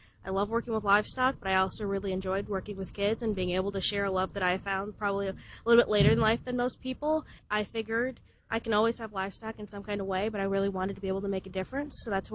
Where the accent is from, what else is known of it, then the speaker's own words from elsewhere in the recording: Joliet, Illinois, United States; moved away as an adult; now in Champaign, United States; I'm actually originally from what most people would consider the suburbs of Chicago and like northern part of Illinois. So I'm originally from Joliet.